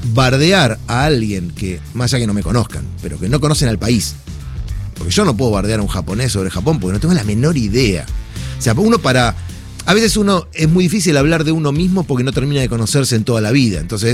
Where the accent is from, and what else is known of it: Argentina